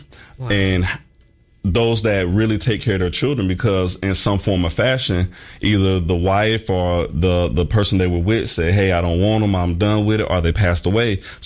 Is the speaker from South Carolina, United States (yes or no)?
no; Jacksonville, Florida, United States; I won't say she actively sees, because I'm from Jacksonville, Florida.